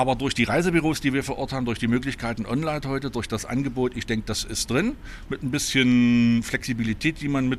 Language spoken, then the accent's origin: German; Halle, Saxony-Anhalt, Germany; Ich bin hier in der Region aufgewachsen, in Sichtweite des Flughafens. Gebürtiger Hallenser